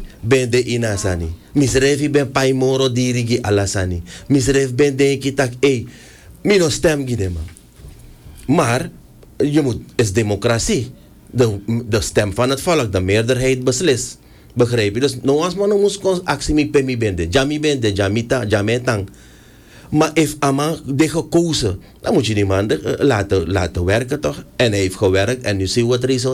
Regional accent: Suriname; En ik ben een Surinamer

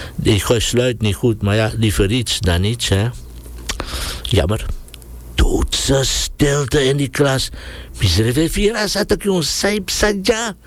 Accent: Suriname; Zo, en mij lukt het toch. Ik kwam uit Suriname

